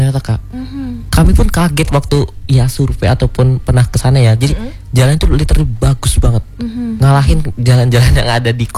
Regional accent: Natar, Lampung, Indonesia; Aku kan dari Lampung juga, Lampung Selatan, di Natar.

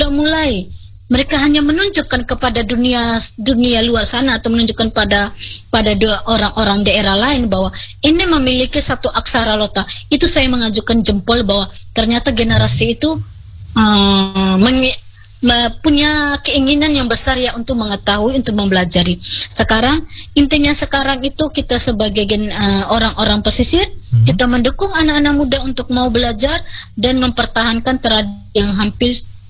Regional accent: Ende, East Nusa Tenggara, Indonesia; Tetapi kita Ende, kita tidak pernah mempunyai, pada kita punya hak loh, kita orang Ende itu kita sudah daerah otonom toh.

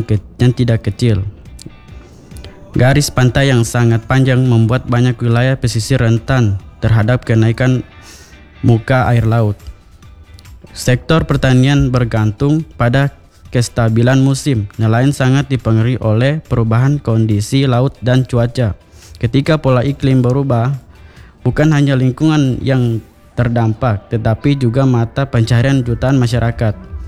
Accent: Central Sulawesi, Indonesia; Saya dari Desa Singura.

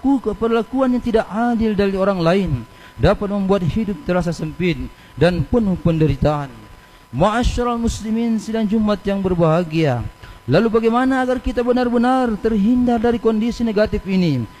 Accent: Indonesia; Arabic is a second language; أم بلدنا إندونيسيا خاصة وسائر البلدان المسلمين عامة يا رب العالمين.

